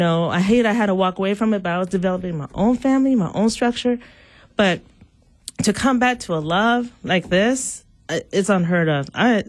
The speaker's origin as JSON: {"language": "English", "town": "Milwaukee", "region": "Wisconsin", "country": "United States", "tie": "born or raised there", "said": "You know, I grew up in Milwaukee. It's not the same as it was for, I mean, that's 20-some years ago."}